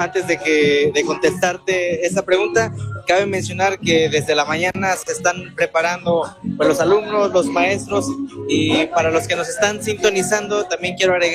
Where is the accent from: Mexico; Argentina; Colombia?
Mexico; Huejutla de Reyes, Hidalgo; born there; cuando estaba en el bachillerato, justamente aquí en la Escuela Superior de Huejutla